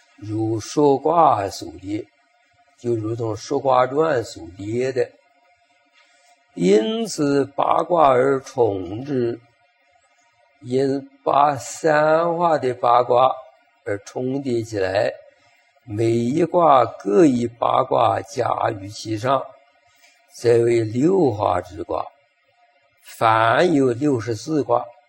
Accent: China; 我们中国人那个取姓名很多从卦里面来讲的

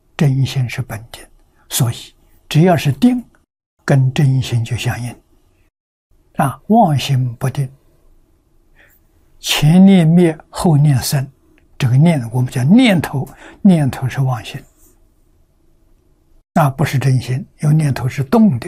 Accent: China; 我们中国人

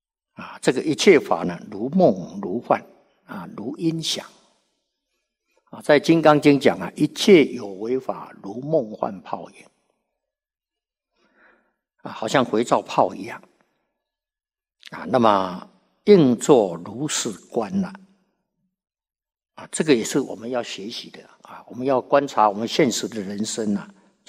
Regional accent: China; 我们中国人呐

